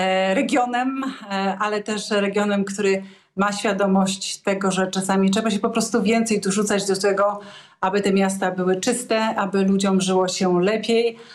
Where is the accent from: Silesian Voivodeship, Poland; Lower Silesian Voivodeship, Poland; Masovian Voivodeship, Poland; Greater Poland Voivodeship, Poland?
Greater Poland Voivodeship, Poland; Poznań; ja akurat jestem z Poznania